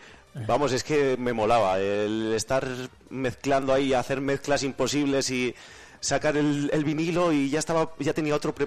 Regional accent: Spain; yo soy de Matamalas, de un pueblo

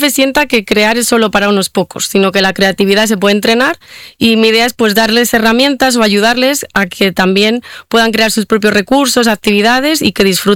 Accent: Valladolid, Castile and León, Spain; Soy de Valladolid

